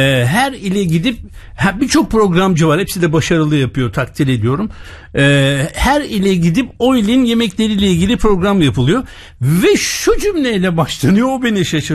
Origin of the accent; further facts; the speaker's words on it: Black Sea Region, Turkey; Karadenizliyim ama gastronomi deyince benim aklıma Gaziantep geliyor birinci sırada.